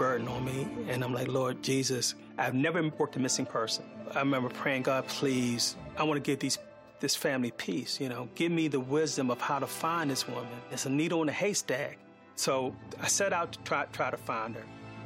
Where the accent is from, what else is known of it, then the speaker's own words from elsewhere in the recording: Baltimore, Maryland, United States; Growing up in Baltimore